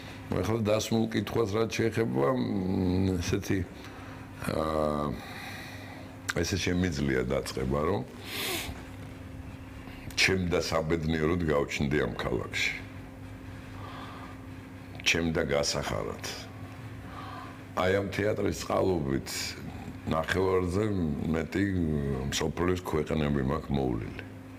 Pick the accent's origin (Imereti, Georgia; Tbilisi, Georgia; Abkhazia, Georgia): Tbilisi, Georgia; იგულისხმეთ რომ თბილისელი ვარ და შესაბამისად ეს გარკვეული პატივია.